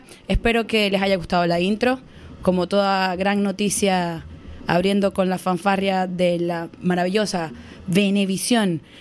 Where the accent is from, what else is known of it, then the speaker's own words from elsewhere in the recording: Venezuela; moved away as an adult; now in Budapest, Hungary; Vengo de Venezuela y vivo en Budapest desde 2017